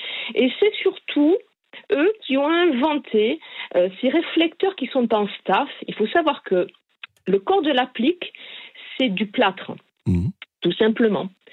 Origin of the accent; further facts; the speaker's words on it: south of France, France; also born or lived in Paris; Alors, si, je suis pas née dans l'Aveyron, mais pas du tout. Alors, je vais vous faire rire parce que je suis née à Paris. Mais, oui. Mais je suis partie, je devais avoir 9 mois, je suis partie dans le sud de la France.